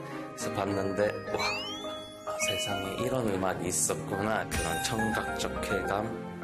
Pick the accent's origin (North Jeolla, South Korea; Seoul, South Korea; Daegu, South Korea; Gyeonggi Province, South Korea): Daegu, South Korea; 맞습니다. 저희 대구에서 왔습니다.